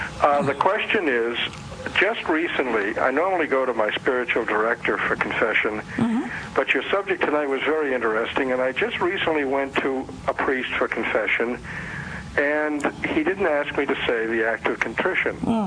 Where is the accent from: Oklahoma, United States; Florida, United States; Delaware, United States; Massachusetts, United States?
Delaware, United States; Delaware.